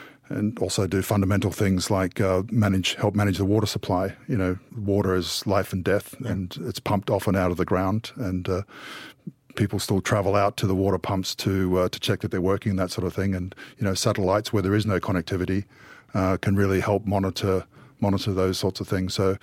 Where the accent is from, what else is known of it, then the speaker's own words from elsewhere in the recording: Northern Territory, Australia; now in Luxembourg; in Australia, I did spend some time growing up in Indigenous territory. I spent 10 years in Northern Australia in Arnhem Land. And I grew up as a child going to Aboriginal lessons on Thursdays, afternoons and things like that.